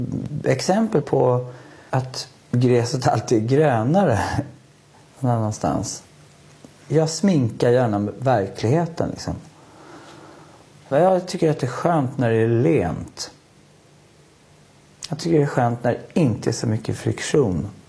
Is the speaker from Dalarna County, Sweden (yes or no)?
no; Vaxholm, Stockholm County, Sweden; Vilket förvånar mig att jag både är storstadskille och från Vaxholm.